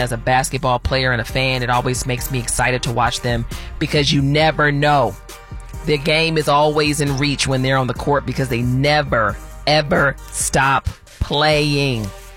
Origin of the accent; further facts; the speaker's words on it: Chicago, Illinois, United States; But, you know, I'm from Chicago, but, you know, Michael's done playing now.